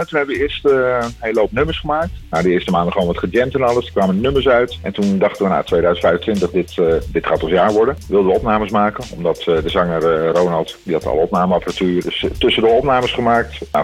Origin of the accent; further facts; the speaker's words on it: Utrecht, Netherlands; now in Woerden, Netherlands; Ik kom zelf oorspronkelijk uit Utrecht, woon nu in Woerden.